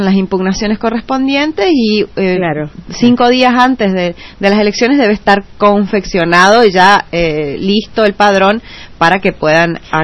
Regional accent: Argentina; moved away as an adult; fui juez de paz de mi pueblo, de Sausalito, exactamente. Estuve como juez suplente 4 años, después renuncié, vine, me radiqué en la ciudad

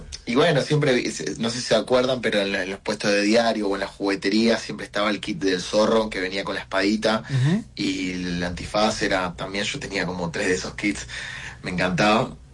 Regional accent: Vicente López, Buenos Aires Province, Argentina; also born or lived in Posadas, Misiones; Toda mi vida, yo nací en Misiones Posadas, pero toda mi vida criado en Vicente López.

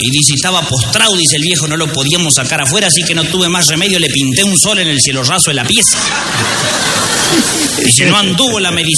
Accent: El Trigo, Buenos Aires, Argentina; jugaban los de mi pueblo, el Trigo

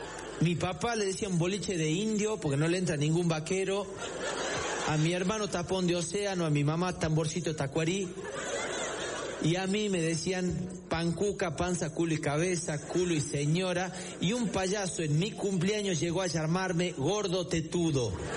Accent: Famaillá, Tucumán, Argentina; nací el 11 de diciembre del año 1978 en San Miguel de Tucumán. Yo iba a nacer en mi pueblo natal, en Famaillá

